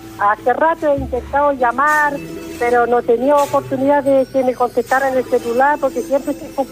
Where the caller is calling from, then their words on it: Freire, Araucanía, Chile; Comuna de Freire